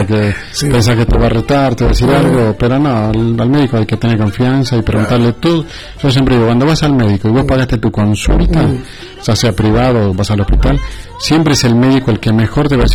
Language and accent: Spanish; La Paz, Bolivia; moved away; Nosotros, porque nosotros que somos de La Paz